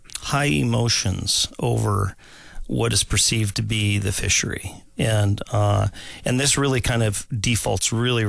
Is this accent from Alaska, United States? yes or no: yes; Homer, Alaska, United States; also born or lived in Anchorage; Born and raised Alaskan. I was born in Anchorage after the 1964 earthquake. We moved down to Homer in 1974, and so I've been down there ever since.